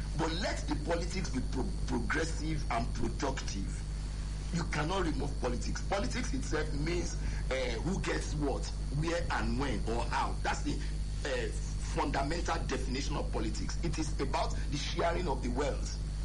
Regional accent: Nigeria; as a Nigerian and somebody who knows about the power sector

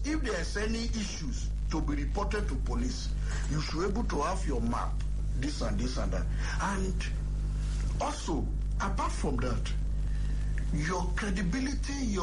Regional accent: Ogun, Nigeria; I'm from Ogun State.

